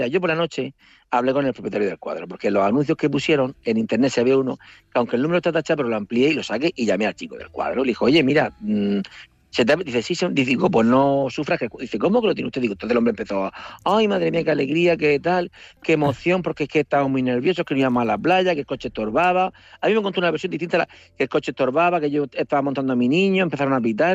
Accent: Murcia, Region of Murcia, Spain; Digo, mire … soy de Murcia y tal.

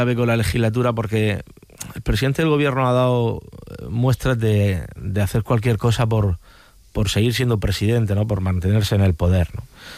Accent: Region of Murcia, Spain; trabajar por los murcianos y trabajar por mi tierra

